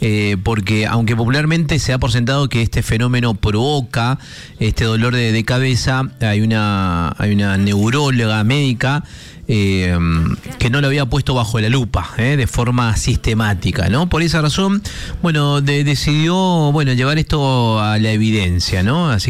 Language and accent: Spanish; Mendoza, Argentina; Y eso que nosotros como mendocinos es que deberíamos de alguna forma estar aclimatados, ¿no?